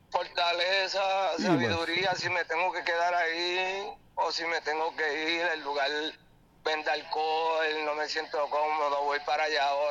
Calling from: Mayagüez, Puerto Rico; de Mayagüez.

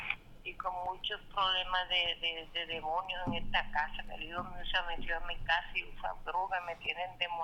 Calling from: Carolina, Puerto Rico; De Carolina.

